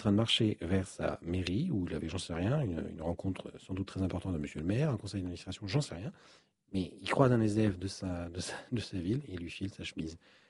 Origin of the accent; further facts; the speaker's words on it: Bourgogne-Franche-Comté, France; Moi, je viens du Charolais.